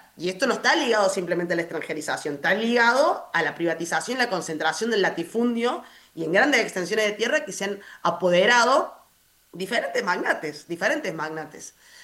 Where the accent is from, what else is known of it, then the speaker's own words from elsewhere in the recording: Argentina; uno de nuestros ADN como argentino, marca personal, si se quiere, como país.